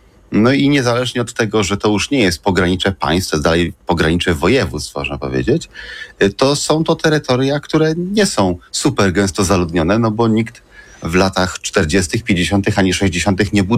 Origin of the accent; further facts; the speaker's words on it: Poznań, Greater Poland Voivodeship, Poland; also born or lived in Szczecin; ja jestem z Poznania i przyzwyczajony jestem do tego, że teren jest płaski, porośnięty zbożem i że jest gęsto zaludniony, bo tak mniej więcej wygląda Wielkopolska.